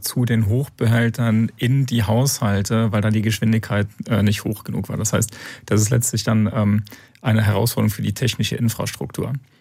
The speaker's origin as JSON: {"language": "German", "town": "Leipzig", "region": "Saxony", "country": "Germany", "tie": "born or raised there", "said": "meine Heimatstadt Leipzig"}